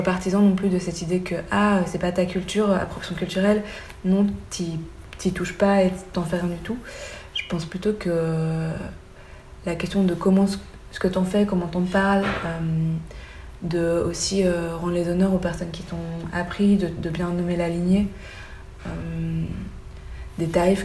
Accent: Belgium; comme je suis belge

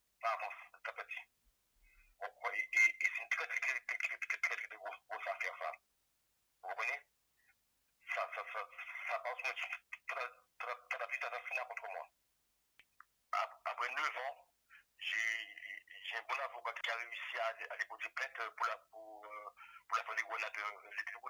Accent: Guadeloupe; now in France; moi, je suis un Guadeloupéen, et j'ai le mental, et la force de tenir malgré tout. Même si c'est dur, mais je sais qu'un jour, que, voilà, tout ça va se terminer, et puis je rentrerai chez moi en Guadeloupe

